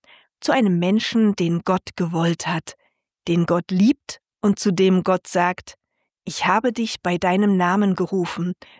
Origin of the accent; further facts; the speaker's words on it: East Germany, Germany; born there; Ich selbst habe, für meine Generation und geboren in der DDR, einen eher seltenen Vornamen